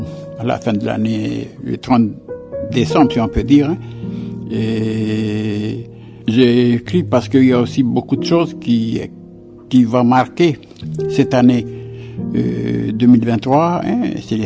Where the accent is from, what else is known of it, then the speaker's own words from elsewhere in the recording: Ouvéa, Loyalty Islands Province, New Caledonia; même si je suis loin d'Ouvéa, de ma tribu, ben, je donne quand même mon témoignage